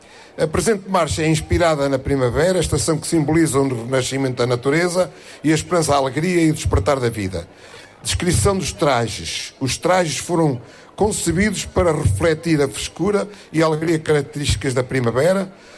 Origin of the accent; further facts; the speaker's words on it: Arganil, Centro, Portugal; porque é a minha terra. Eu costumo dizer que nasci aqui há quase 80 anos, só cá não estive 3 anos, que foi o tempo que fui à guerra. E por isso mesmo, Arganil é tudo aquilo que eu tenho de corpo e alma.